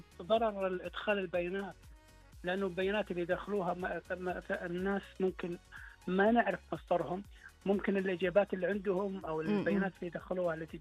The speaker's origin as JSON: {"language": "Arabic", "country": "Saudi Arabia", "said": "عندنا في السعوديه علام الظاهر المهم."}